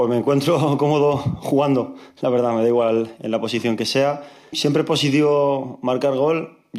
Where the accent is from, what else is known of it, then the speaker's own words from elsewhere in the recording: Murcia, Region of Murcia, Spain; moved away; Yo soy de Murcia